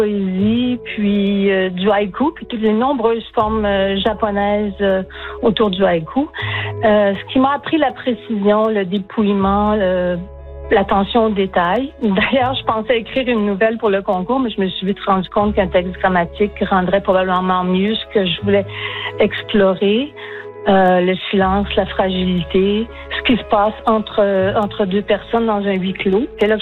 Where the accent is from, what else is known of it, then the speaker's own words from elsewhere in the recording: Val-des-Monts, Quebec, Canada; je suis de Val-des-Monts.